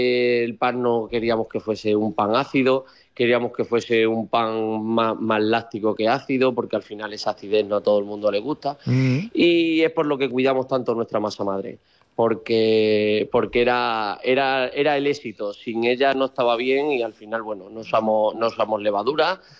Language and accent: Spanish; Almadén, Castilla-La Mancha, Spain; yo como ya te he dicho, soy joven, vengo de la tercera generación, pero yo siempre estoy por quedarme en mi pueblo